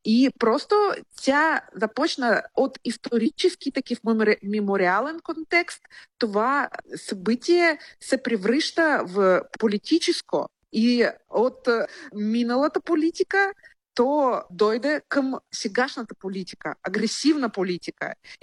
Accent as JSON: {"language": "Bulgarian", "town": "Tomsk", "region": "Tomsk Oblast", "country": "Russia", "tie": "born or raised there", "second_language": "Bulgarian", "moved": "yes", "said": "в моя роден град Томск"}